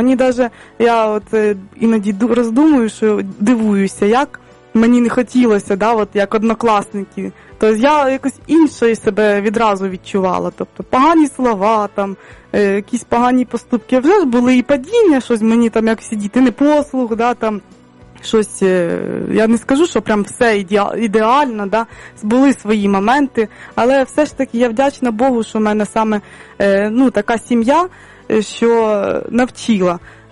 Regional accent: Kyiv, Ukraine; born there; Я народилася в Києві, в християнській сім'ї. Вдячна Богу, що в мене батьки християни

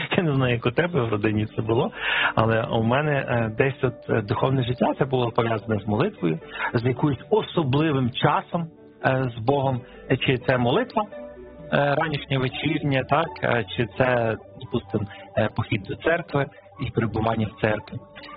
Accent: Lviv, Lviv Oblast, Ukraine; я виховувався вже у Львові, досить релігійній такому середовищі.

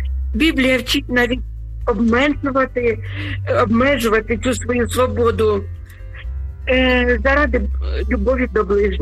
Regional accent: Sumy Oblast, Ukraine; передаю своє вітання, свою любов і мої молитви на мою рідну Україну, на мою рідну Сумщину, у мою рідну церкву Різдва, моїм дітям, онукам.

